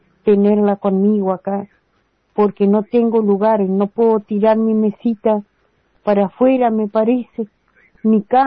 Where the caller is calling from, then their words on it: Uruguay; Estoy dentro de un país que es mi país